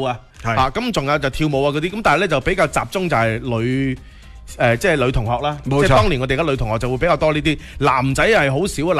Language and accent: Cantonese; Guangdong, China; 我哋廣東人，我哋南方人